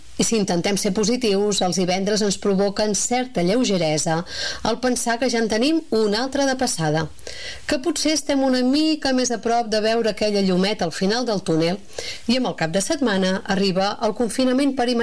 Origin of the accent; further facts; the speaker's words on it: Catalonia, Spain; accent: Girona and Empordà; sovint és fàcil de detectar el meu accent gironí i empordanès. El millor arriba quan em pregunten d'on sóc i jo m'omplo d'orgull quan dic que sóc de l'Empordà